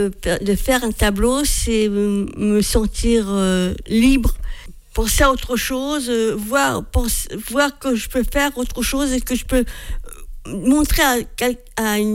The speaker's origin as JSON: {"language": "French", "country": "Morocco", "tie": "born there", "said": "Je suis née au Maroc, donc je sais qu'il y a des maisons marocaines."}